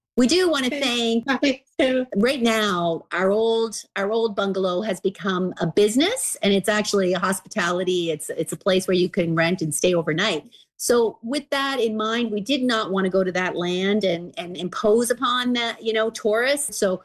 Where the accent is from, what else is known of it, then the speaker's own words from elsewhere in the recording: Cape Breton, Nova Scotia, Canada; I grew up here in Cape Breton